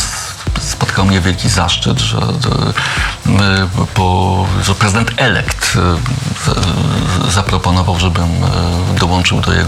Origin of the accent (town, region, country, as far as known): Kraków, Lesser Poland, Poland